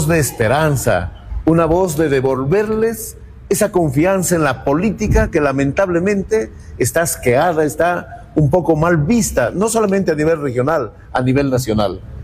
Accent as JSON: {"language": "Spanish", "region": "Cajamarca", "country": "Peru", "said": "¿Qué he hecho como alcalde en mi pueblo?"}